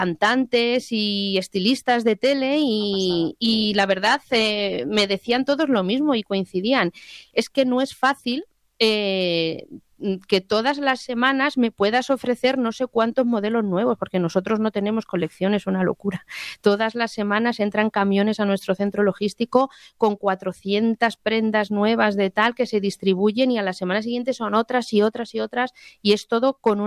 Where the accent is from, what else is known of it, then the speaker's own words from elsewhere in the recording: Toledo, Castilla-La Mancha, Spain; efectivamente nacimos en Toledo